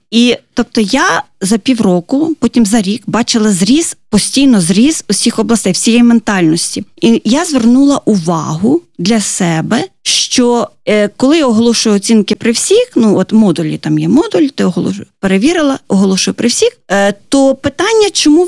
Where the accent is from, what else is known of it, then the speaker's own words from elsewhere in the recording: Lviv Oblast, Ukraine; now in Kharkiv, Ukraine; Львівщина.